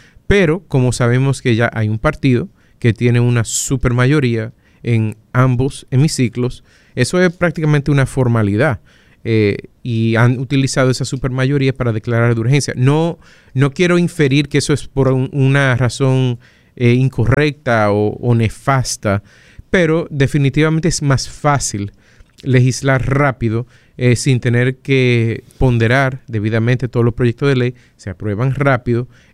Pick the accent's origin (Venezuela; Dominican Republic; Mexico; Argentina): Dominican Republic